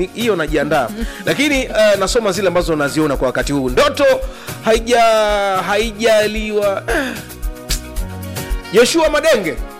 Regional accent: Kibengu, Iringa, Tanzania; natokea kata Kibengu.

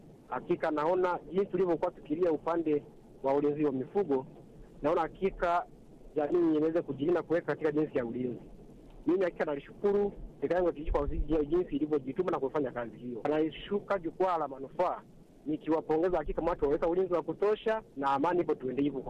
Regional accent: Kagera, Tanzania; natokea Kerwa kwenda Kagera Tanzania.

